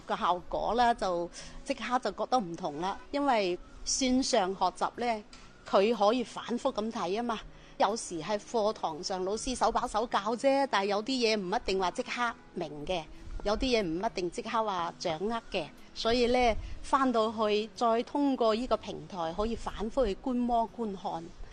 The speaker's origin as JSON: {"language": "Cantonese", "region": "Guangdong", "country": "China", "said": "作為我們廣府人"}